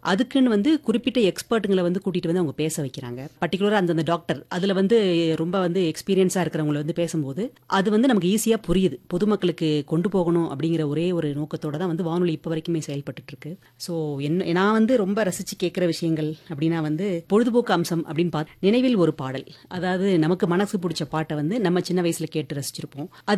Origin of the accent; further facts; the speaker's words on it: Chennai, Tamil Nadu, India; நான் வந்து பிறந்து வளர்ந்ததெல்லாம் சென்னையில.